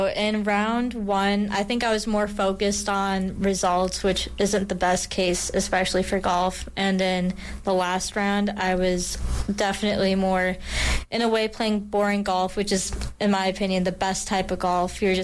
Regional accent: Chicago, Illinois, United States; since I'm from Chicago, I should be used to the Windy City and the wind

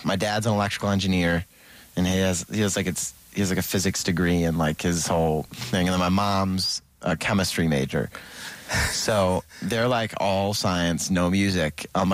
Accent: Rochester, New York, United States; born or raised there

